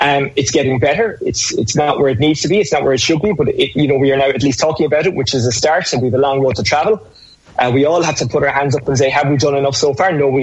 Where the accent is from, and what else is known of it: Waterford, Munster, Ireland